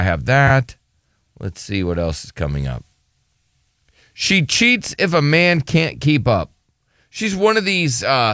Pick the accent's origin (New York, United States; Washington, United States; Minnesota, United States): Minnesota, United States; You know, I'm from Minnesota.